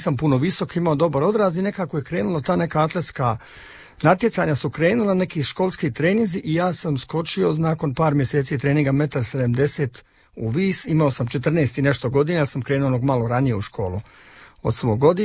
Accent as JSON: {"language": "Bosnian", "town": "Zenica", "region": "Federation of Bosnia and Herzegovina", "country": "Bosnia & Herzegovina", "tie": "born or raised there", "said": "Ja sam inače rodom iz Zenice, iz Bosne i Hercegovine."}